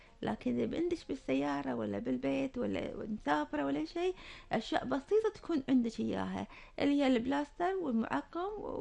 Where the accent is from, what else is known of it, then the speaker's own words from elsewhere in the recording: Kuwait; لان الثقافه ضعيفه هنا عندنا بالكويت، اغلبيه ما عندهم وعي صحي.